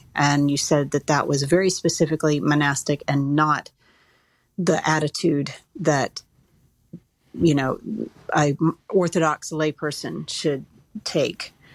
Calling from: Massachusetts, United States; I'm calling from Massachusetts.

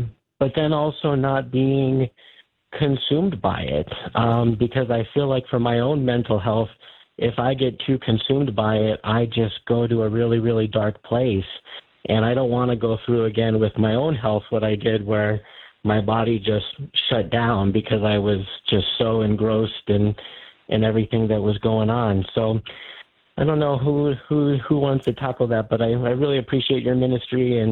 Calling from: Phoenix, Arizona, United States; I'm calling from Phoenix, Arizona

